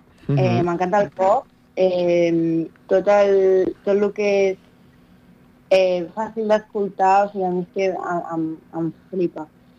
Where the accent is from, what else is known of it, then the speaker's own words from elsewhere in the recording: Terrassa, Catalonia, Spain; sóc de Terrassa i sóc cantant i artista emergent.